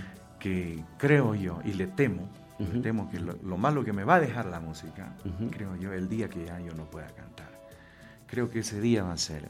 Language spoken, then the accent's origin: Spanish; Riberalta, Beni, Bolivia; now in United States; Mi tierra, mi bella Ribera Alta, que yo siempre la menciono. Estoy siempre allá. Ayer llegué de allá. Estuve allá.